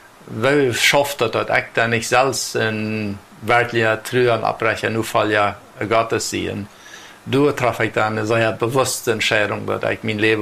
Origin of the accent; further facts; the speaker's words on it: Chaco, Paraguay; moved away as an adult; now in Canada; Geboren hier im Chaco, 31 Jahre hier gewohnt und gegenwärtig nur in Kanada.